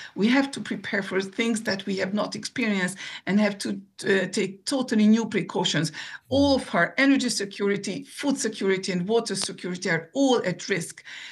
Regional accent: Hungary; I'm from Hungary

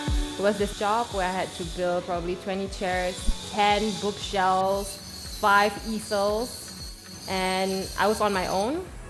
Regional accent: Kuala Lumpur, Malaysia

